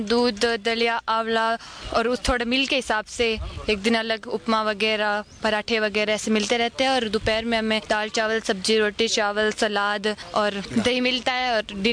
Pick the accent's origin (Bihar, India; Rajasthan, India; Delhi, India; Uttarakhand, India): Rajasthan, India; Barmer; मैं बाड़मेर से हूँ और मैं भी जयपुर एकेडमी से ही प्रैक्टिस करती हूँ।